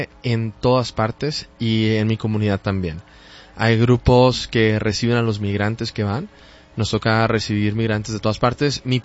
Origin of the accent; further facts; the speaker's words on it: Agua Prieta, Sonora, Mexico; born there; yo nací en un pequeño pueblo, en medio del desierto.